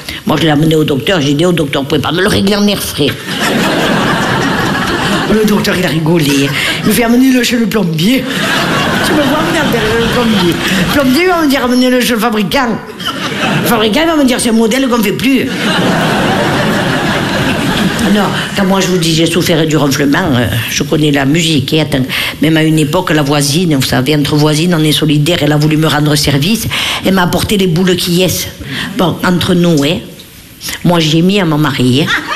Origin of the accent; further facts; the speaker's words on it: Nice, Provence-Alpes-Côte d'Azur, France; Puis moi, je l'ai fait comme on l'a fait chez nous à Nice, à la pomme de terre.